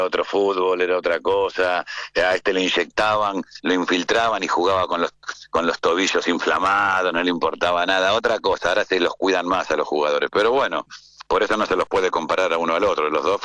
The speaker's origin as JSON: {"language": "Spanish", "region": "Buenos Aires", "country": "Argentina", "moved": "yes", "said": "Sí, justo nosotros llegamos a Mallorca de Villa del Parque, acá a Mallorca, que después fuimos a Barcelona, el 7 de septiembre"}